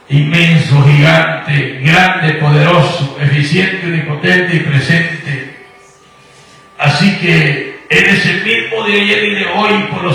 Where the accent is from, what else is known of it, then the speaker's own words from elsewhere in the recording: Guatemala; now in Houston, United States; mis hermanos allá en Guatemala, mi tierra natal. Les mandamos un cordial saludo desde aquí de Houston, Texas.